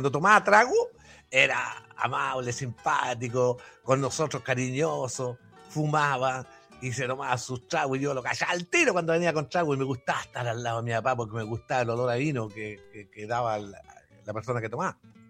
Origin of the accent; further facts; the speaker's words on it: San Clemente, Maule, Chile; born there; Venido también de parte de San Clemente, no tan solo de acá, de Talca, porque yo nací en el Fundo San Miguel Abajo. Nací yo en el Fundo San Miguel Abajo, ahí esa noche nací yo. Un 25 de noviembre de 1959